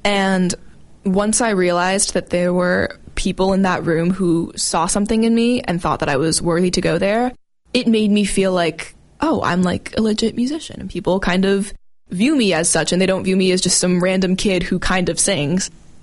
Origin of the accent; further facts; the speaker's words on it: Wellesley, Massachusetts, United States; I grew up in Wellesley, Massachusetts.